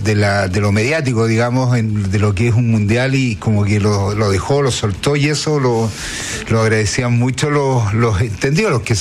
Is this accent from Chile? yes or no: yes; Chile; Somos todos chilenos